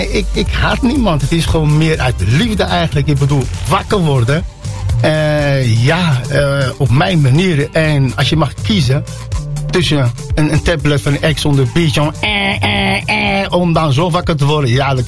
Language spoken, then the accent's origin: Dutch; Netherlands; also born or lived in Morocco; Ik ben een Marokkaan, ik ben geboren in Marokko, opgegroeid in Nederland.